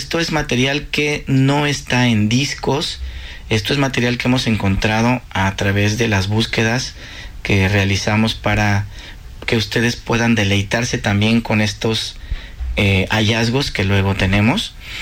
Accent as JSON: {"language": "Spanish", "country": "Mexico", "said": "tenemos nosotros como mexicanos un plus"}